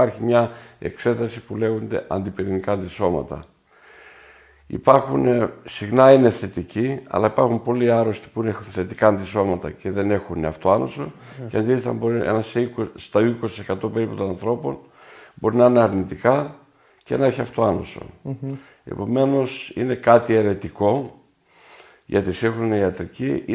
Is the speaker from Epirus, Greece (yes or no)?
yes; Metsovo, Epirus, Greece; moved away; also born or lived in Ioannina / United States / Crete; η καταγωγή μου από το Μέτσοβο, είμαι Βλάχος.